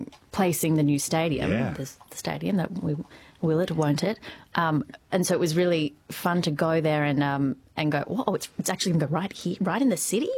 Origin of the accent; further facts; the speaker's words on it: Sydney, New South Wales, Australia; I am from Sydney, so AFL has been in my sphere a little bit, but not really.